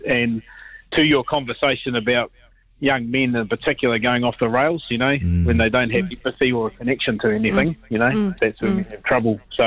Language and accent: English; Whanganui, Manawatū-Whanganui, New Zealand; Whanganui, my hometown.